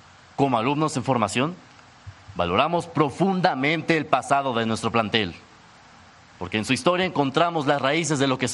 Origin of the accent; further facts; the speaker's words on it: Mexico; como mexicanos y como hijos del heroico Colegio Militar